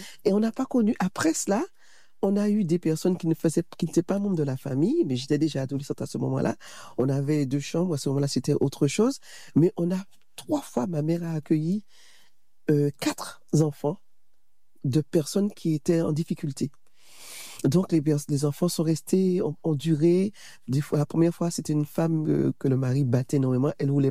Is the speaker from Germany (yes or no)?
no; Fort-de-France, Martinique; je suis née à Fort-de-France, en Martinique. Je suis de parents martiniquais. J'ai grandi à Fort-de-France.